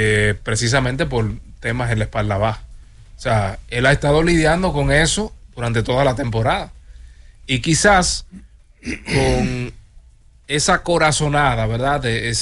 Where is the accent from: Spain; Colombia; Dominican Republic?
Dominican Republic; a nosotros, como dominicanos